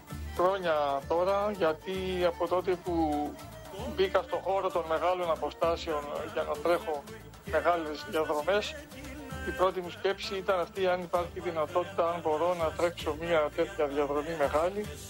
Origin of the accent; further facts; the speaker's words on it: Ardassa, Western Macedonia, Greece; από το χωριό μου, την Άρδασα, το οποίο χωριό μου έχει και όνομα της μεγάλης πόλης, την Αργυρούπολη του Πόντου.